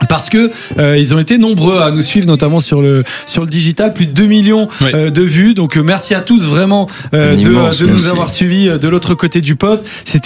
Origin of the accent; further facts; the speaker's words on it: France; en tant que Français